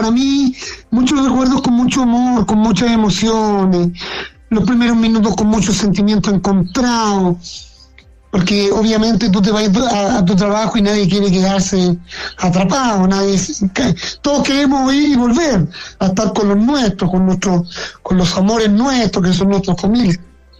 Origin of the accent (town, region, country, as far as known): Chile